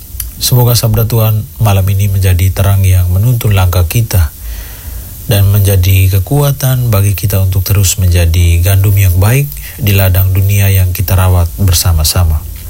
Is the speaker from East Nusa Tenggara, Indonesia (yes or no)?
yes; Flores, East Nusa Tenggara, Indonesia; kampung halaman kami di tanah Flores yang kami cinta ini.